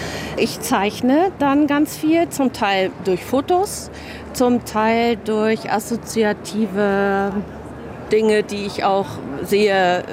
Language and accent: German; Hamburg, Germany; ich bin aus Hamburg